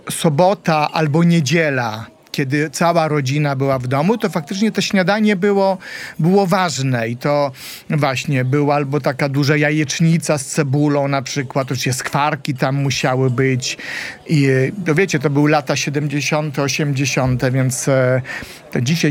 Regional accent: Grajewo, Podlaskie Voivodeship, Poland; Ja pochodzę, jak państwo wiecie, a jak nie wiecie, to się dowiecie, ja pochodzę z Podlasia, czyli z Grajewa, czyli tam, gdzie robią te mleko łaciate i te masło łaciate

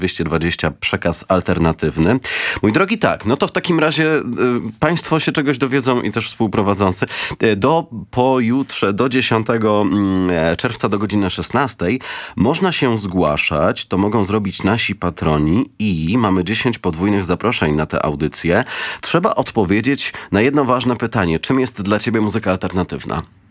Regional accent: Zduńska Wola, Łódź Voivodeship, Poland; to moje rodzinne strony

